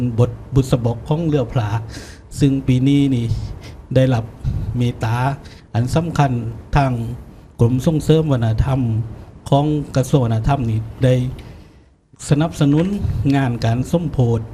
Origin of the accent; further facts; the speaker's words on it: Songkhla, Thailand; ในฐานะเราเป็นชาวสงขลา